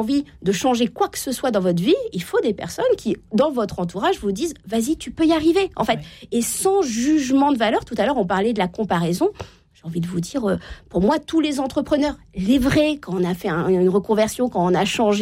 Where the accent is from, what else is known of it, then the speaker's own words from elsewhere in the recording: Normandy, France; Moi, je viens de la Normandie. Uber Eats n'est pas arrivé partout en France.